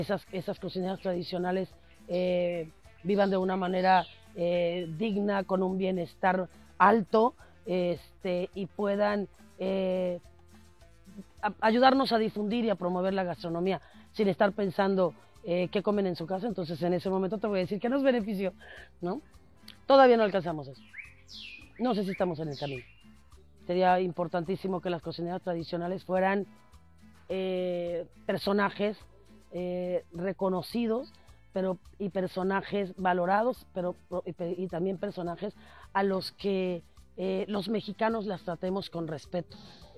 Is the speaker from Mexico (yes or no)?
yes; Mexico; con una diversidad impresionante en todos los sentidos, y a veces como mexicano nosotros no lo valoramos.